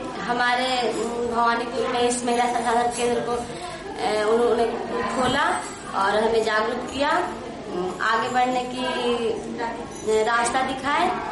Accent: Kumhari, Chhattisgarh, India; मैं कुम्हारी से आती हूँ।

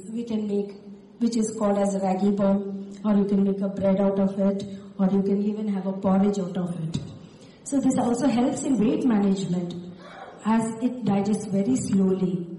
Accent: Andhra Pradesh, India; from Andhra Pradesh. I am a coordinator and a small gist I would like to tell about my center. My center is on the fence of a forest called Kaundinya, which runs across Chittoor district.

